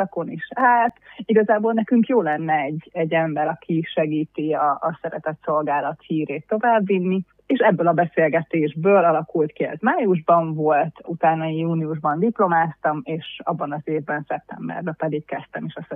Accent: Szentes, Csongrád-Csanád, Hungary; hanem otthon Szentesen

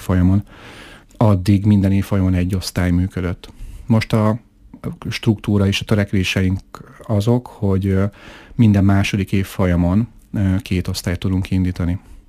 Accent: Miskolc, Borsod-Abaúj-Zemplén, Hungary; úgyhogy ide jártam, itt éltem, itt nőttem föl.

